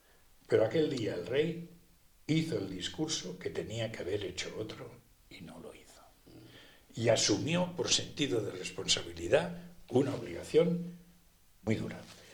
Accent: Spain; No soy el primer español que lo hace

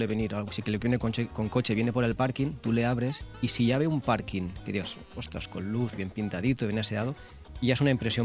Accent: Oliva, Valencian Community, Spain; now in Benidorm, Spain; yo soy de Oliva, por lo cual me queda muy cerquita de casa

